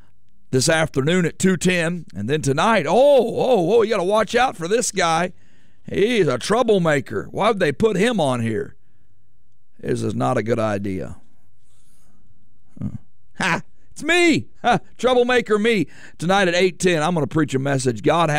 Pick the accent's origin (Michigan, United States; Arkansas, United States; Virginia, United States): Arkansas, United States; moved away as an adult; now in Valdosta, Georgia, United States; I'm from Arkansas, but I'm living right now in Valdosta. Yeah, I'm a transplant. I went through the transfer portal. But I'm here in Valdosta, Georgia. Been here a little while. Been here 18 years right here in Valdosta, Georgia.